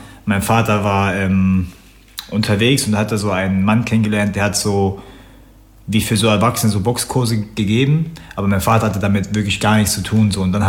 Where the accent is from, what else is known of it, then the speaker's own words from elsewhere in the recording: Göttingen, Lower Saxony, Germany; Ich komme ursprünglich so aus der Ecke Göttingen. Ich bin 26 Jahre alt, ich bin Profiboxer.